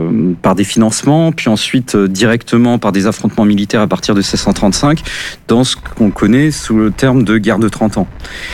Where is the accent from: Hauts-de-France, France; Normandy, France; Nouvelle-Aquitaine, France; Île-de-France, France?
Nouvelle-Aquitaine, France; Bordeaux; je suis bordelais